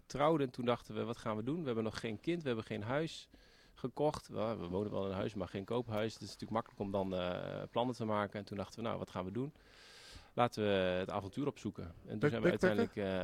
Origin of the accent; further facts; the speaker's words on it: Enschede, Overijssel, Netherlands; moved away as an adult; also born or lived in Utrecht / Cambodia / China / Leusden; now in Harderwijk, Netherlands; Ja, ik ben geboren in Enschede.